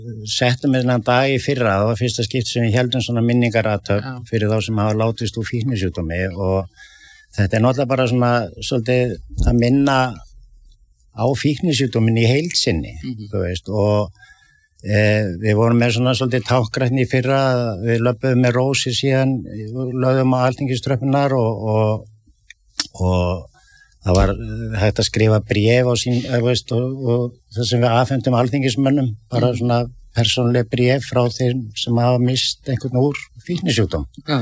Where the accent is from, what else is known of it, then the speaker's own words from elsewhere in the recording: Reykjavík, Capital Region, Iceland; ég elst upp í Álftamýrinni og síðan flytjum við nýr í miðbæ þegar ég 11 ára og ég klára sem sagt Álftamýra skóla 12 ára bekkin og fer síðan í Laugalíka skóla